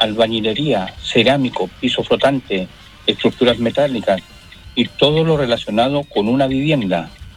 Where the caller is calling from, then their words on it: Chiguayante, Biobío, Chile; de acá de la comuna de Sihuayante.